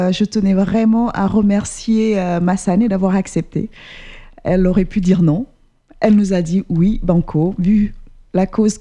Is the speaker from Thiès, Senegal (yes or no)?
no; Ziguinchor, Senegal; now in France; Et Ziguinchor, bah, j'y suis née, j'ai grandi à Ziguinchor, j'ai fait mes études à Ziguinchor.